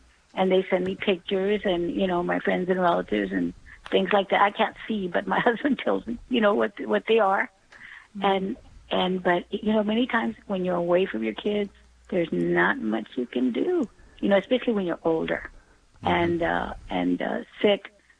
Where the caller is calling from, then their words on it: Texas, United States; And if I talk funny, well, I'm from Texas.